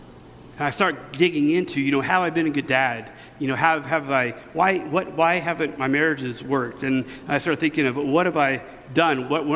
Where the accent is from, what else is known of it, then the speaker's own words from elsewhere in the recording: Missouri, United States; It's like we're in Missouri. I'm from Missouri.